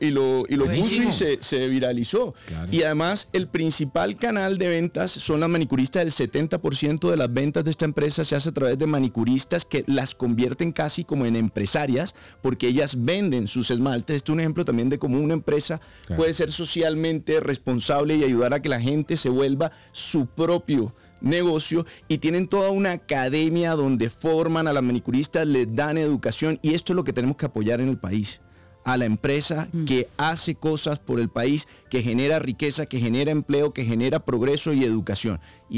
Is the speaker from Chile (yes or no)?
no; Colombia; deberíamos sentirnos como colombianos orgullosos